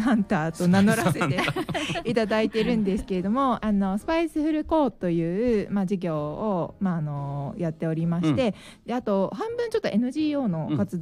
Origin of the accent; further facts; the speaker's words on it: Hiroshima, Japan; 私すごく、まあ、広島出身なんですけれども、